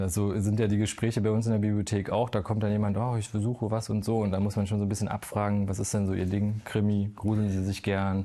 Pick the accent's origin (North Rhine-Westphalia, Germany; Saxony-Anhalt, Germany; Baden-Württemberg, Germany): Saxony-Anhalt, Germany; Halberstadt; also born or lived in Berlin / Bernau; Ich komme aus Halberstadt, Wernigerode, also aus einer ganz anderen Ecke. Und war da bis auf so kleine Unterbrechungen, da haben wir mal mit der Familie in Berlin gewohnt oder Bernau bei Berlin, war da bis zum Abitur